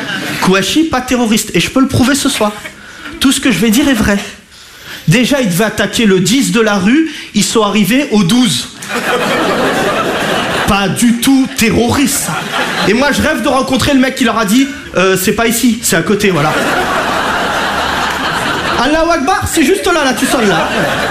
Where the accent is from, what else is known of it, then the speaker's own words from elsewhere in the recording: France; je suis français. Oui, oui, je suis français